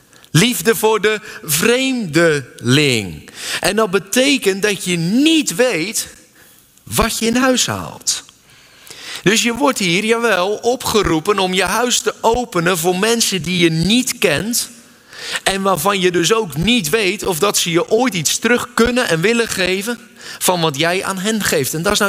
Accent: Netherlands; Wij zijn geneigd, zeker als Nederlanders, om alleen mensen toe te laten in onze kring die we vertrouwen.

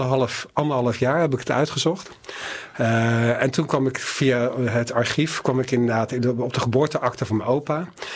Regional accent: Rotterdam, South Holland, Netherlands; En dat is de baan in mijn stad waar ik ben geboren. Waar ik de liefde voor heb.

